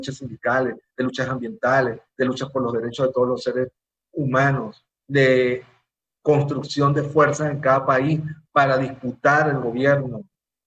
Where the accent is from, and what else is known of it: Venezuela